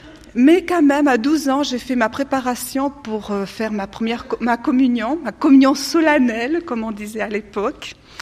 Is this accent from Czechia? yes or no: no; France